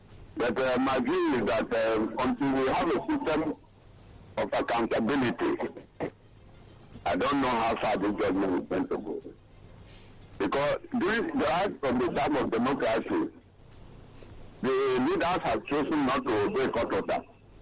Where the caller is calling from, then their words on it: Lagos, Nigeria; calling from Okota.